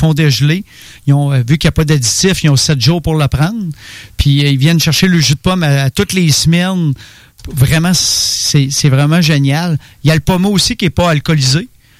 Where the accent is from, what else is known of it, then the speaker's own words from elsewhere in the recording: Sainte-Rose-du-Nord, Quebec, Canada; born there; moved away; je viens de Sainte-Rose-du-Nord, un petit village que je vivais dans le bois.